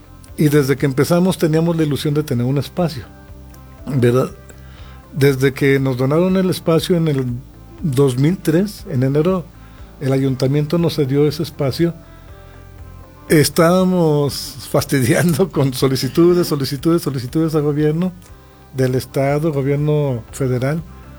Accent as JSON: {"language": "Spanish", "region": "Durango", "country": "Mexico", "tie": "born or raised there", "moved": "yes", "lives_now": "Zimapán, Mexico", "said": "soy originario de Durango, Durango, y tengo 48 años radicando en Zimapán. Ya soy más zimapense"}